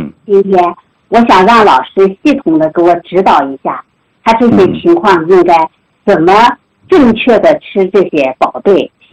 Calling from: Shihezi, Xinjiang, China; 我是来自新疆的老学员，

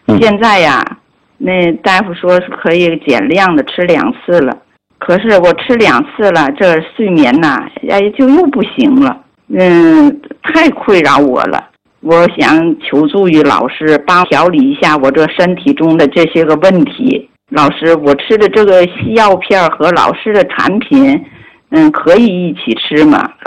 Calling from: Tianjin, China; 我是来自天津市西青区，

